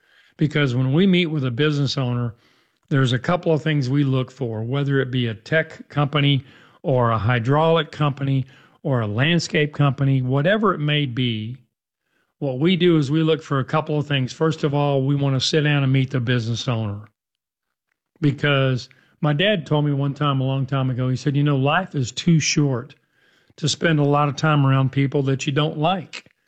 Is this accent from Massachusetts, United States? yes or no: no; Dallas, Texas, United States; both my partner and I grew up in Texas. I grew up in the North Dallas area, been here my whole life. So, I'm biased, but I love Texas.